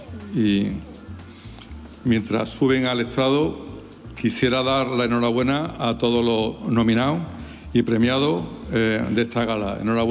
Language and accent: Spanish; Andalusia, Spain